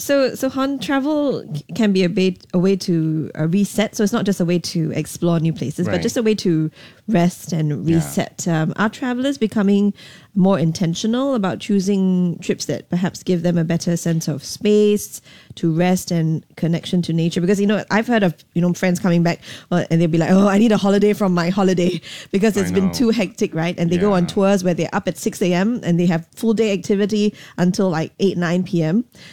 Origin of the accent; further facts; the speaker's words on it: Singapore; as a Singaporean, it was like my first time living with snow.